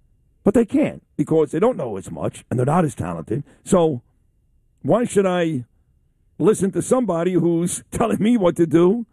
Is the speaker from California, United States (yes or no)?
no; New York City, New York, United States; now in Queens, United States; I'm from Brooklyn. I live in Queens.